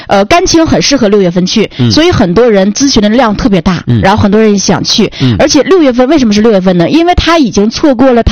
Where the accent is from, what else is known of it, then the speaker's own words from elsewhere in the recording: Northeast China, China; 其实我们中国人，甚至像咱们东北人出去玩，总是说的穷家富路，